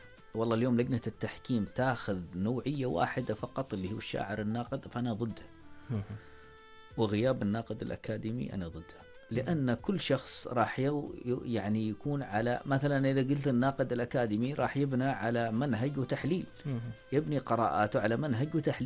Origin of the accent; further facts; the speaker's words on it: Oman; عندنا في عمان